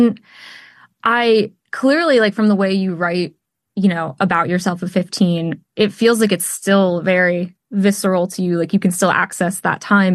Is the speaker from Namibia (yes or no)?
no; Pennsylvania, United States; also born or lived in Delaware; I'm from Pennsylvania / Delaware, so yeah, always love a Wawa.